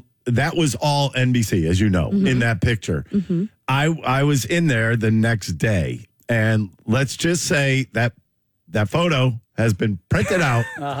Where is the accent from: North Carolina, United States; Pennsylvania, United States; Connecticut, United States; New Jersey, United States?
Connecticut, United States; moved away; I'm from Connecticut.